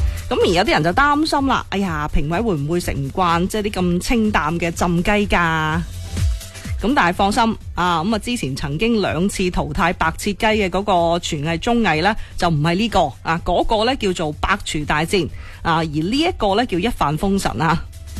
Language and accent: Cantonese; Foshan, Guangdong, China; 带住我哋佛山人嘅幽默啦